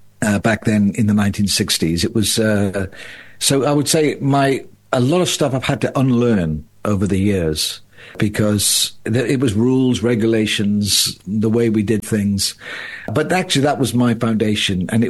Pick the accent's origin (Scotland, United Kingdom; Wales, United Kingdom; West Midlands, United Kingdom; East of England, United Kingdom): Wales, United Kingdom; Llantrisant; I grew up in South Wales in a little town called Llantrisant, which is just north of Cardiff.